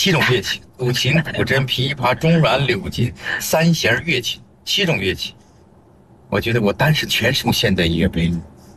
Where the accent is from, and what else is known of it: China